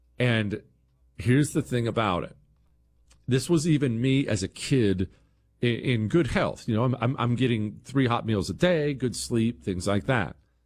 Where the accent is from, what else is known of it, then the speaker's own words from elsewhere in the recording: Montana, United States; Told you these stories before, growing up in Montana.